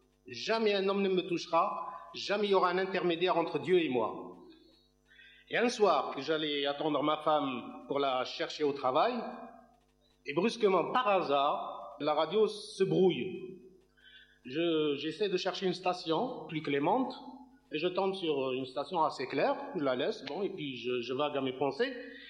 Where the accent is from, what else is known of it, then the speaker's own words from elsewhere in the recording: Algeria; born there; Je suis né en Algérie, dans une famille arabo-islamique qui ne m'a jamais obligé à me diriger vers l'islam.